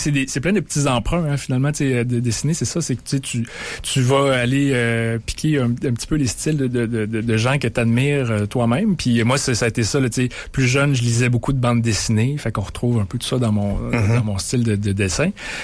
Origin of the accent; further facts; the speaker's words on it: Sainte-Brigitte-de-Laval, Quebec, Canada; now in Quebec City, Canada; j'ai grandi pas loin d'ici, à Sainte-Brigitte-de-Laval. Mm-hmm. Tu sais, vraiment dans un milieu naturel. Il y avait la rivière derrière chez nous, la forêt devant